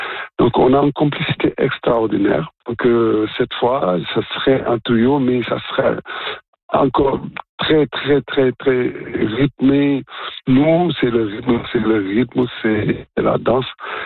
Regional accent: Ontario, Canada; Et c'était, je suis vraiment content d'être comme citoyen franco-ontarien, vraiment.

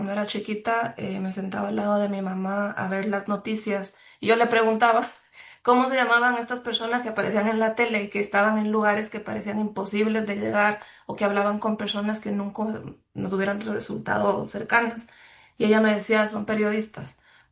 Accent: Ecuador; Recordemos que yo vengo de Ecuador. Ecuador es un lugar en donde mucha de la información, así como sucede en otras zonas de Latinoamérica, está centralizada en las grandes urbes.

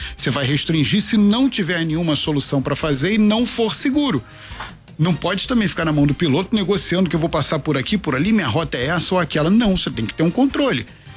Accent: Rio de Janeiro, Brazil; eu sou muito carioca

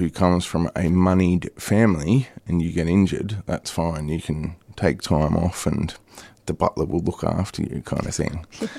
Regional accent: Newcastle, New South Wales, Australia; moved away; growing up in Newcastle

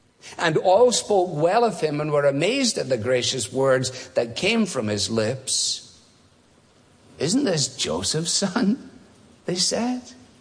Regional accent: Scotland, United Kingdom

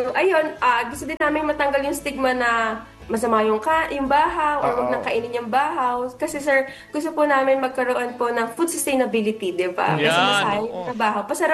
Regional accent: Lucban, Calabarzon, Philippines; since I'm from Lukban, Quezon nga po, ayan. From Lukban, Quezon, meron po kami culture ng pamamahaw.

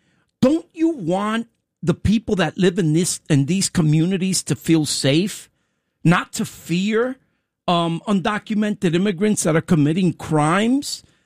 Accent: New York, United States; I come from the outer boroughs, from the inner city, from you know, hell growing up as a kid, okay?

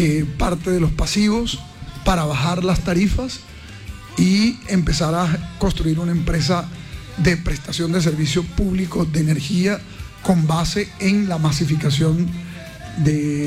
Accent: Caribbean Region, Colombia; Yo soy un hombre del Caribe, pero que además no solamente soy del Caribe, sino que vivo en el Caribe. Aquí están mis hijos

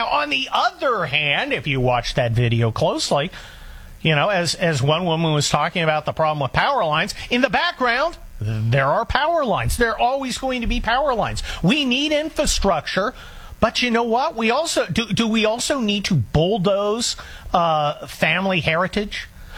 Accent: California, United States; if I was a tech bro, and I grew up right around Silicon Valle

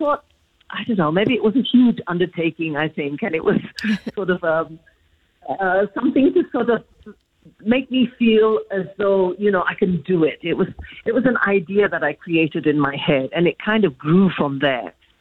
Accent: Singapore; also born or lived in Hong Kong; now in Bali, Indonesia; growing up in Singapore and then in Hong Kong, living in Hong Kong, you have this huge variety of food. And suddenly coming to Bali, and especially 12 years ago

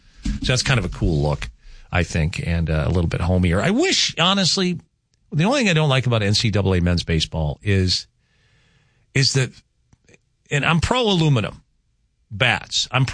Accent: United States; as an American.

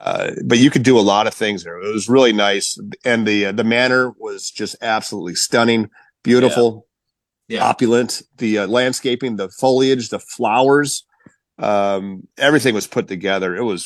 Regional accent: United States; As being an American

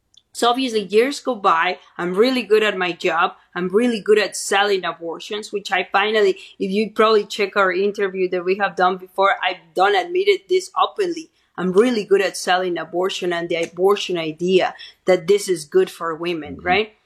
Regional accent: Mexico; I'm an immigrant. I'm from Mexico. I want to help my women, right?

